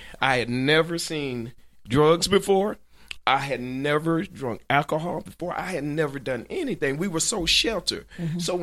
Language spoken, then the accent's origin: English; Gadsden County, Florida, United States; I was raised over in Gaston County in the Quincy, Gretna area. Went to church over there. Born in the Pentecostal Church, Tabernacle Church of Christ Written in Heaven, under Bishop Nathaniel Pollock.